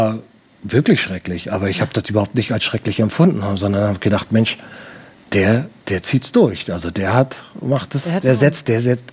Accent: Baltic coast, Germany; Ich komme aus der Nähe von der Ostsee.

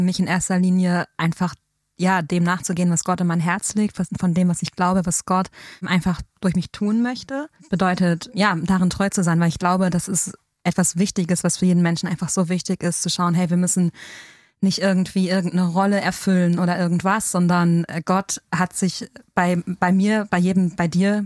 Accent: North Rhine-Westphalia, Germany; also born or lived in Hesse; ich bin gebürtige Ruhrgebietlerin, war zwischendurch weg für mein Theologiestudium und bin dann wieder zurückgekommen.

